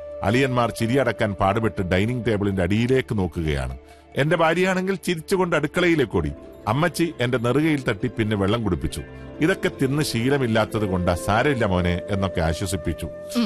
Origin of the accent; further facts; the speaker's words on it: Thiruvananthapuram, Kerala, India; തിരുവനന്തപുരത്ത് ജനിച്ചു വളർന്ന ഞാൻ ഇതിനെക്കുറിച്ച് കേട്ടിട്ട് പോലുമില്ലായിരുന്നു. കല്യാണ ശേഷമാണ് ആദ്യമായി ഈ ഭക്ഷണം കാണുന്നത് തന്നെ.